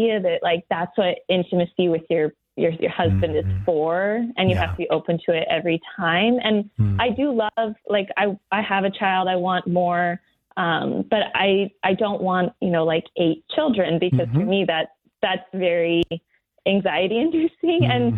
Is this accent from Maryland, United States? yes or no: no; Anchorage, Alaska, United States; Yeah, from Anchorage. Mm-hmm. Yeah, so I'm used to it. Yeah.